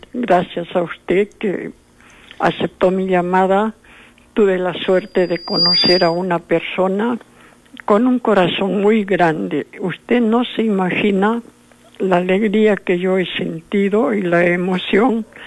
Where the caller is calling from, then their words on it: Socabaya, Arequipa, Peru; le hablo de Socabaya